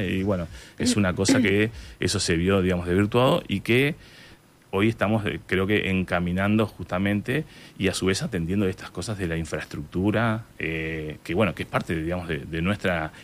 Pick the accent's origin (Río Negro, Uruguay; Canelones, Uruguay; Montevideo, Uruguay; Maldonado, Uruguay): Río Negro, Uruguay; Fray Bentos; born there; yo nací en Fray Ventos